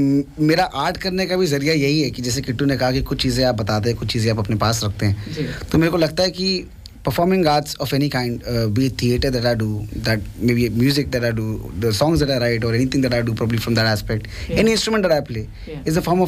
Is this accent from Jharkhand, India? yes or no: no; Delhi, India; नहीं मैं दिल्ली से हूँ दिल वाला हूँ